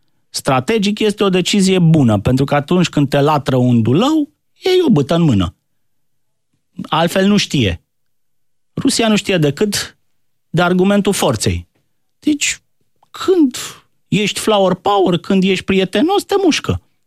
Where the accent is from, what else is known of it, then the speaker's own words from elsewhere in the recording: Romania; Sunt români. Sunt români. Noi nu prea avem coeziune de grup.